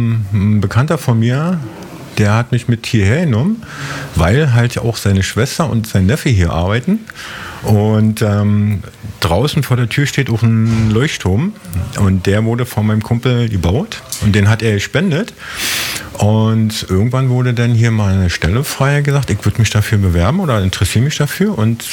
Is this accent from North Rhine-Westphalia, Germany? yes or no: no; Berlin, Germany; moved away; Ursprünglich komme ich ja aus Berlin